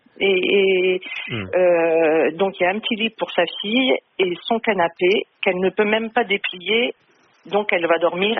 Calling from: Nantes, Pays de la Loire, France; J'appelle de Nantes

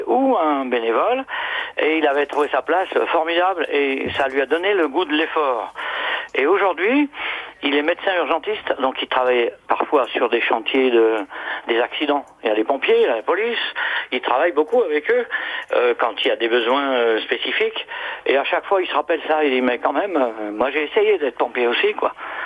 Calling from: Mâcon, Bourgogne-Franche-Comté, France; Oui, bonsoir. Je suis de Mâcon et donc moi, je voulais juste...

